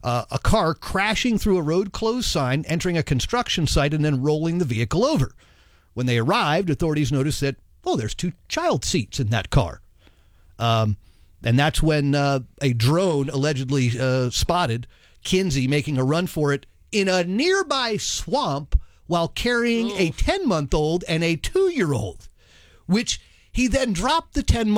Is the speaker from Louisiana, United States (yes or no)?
no; Lakeland, Florida, United States; moved away; I'm bringing you a story from my hometown of Lakeland, Florida.